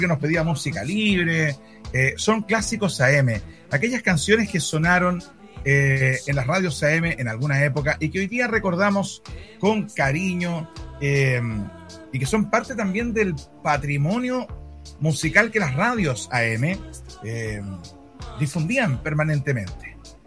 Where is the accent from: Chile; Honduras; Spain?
Chile; Valparaíso; Soy porteño, pero estoy trabajando acá en Algarrobo, viajo todos los días.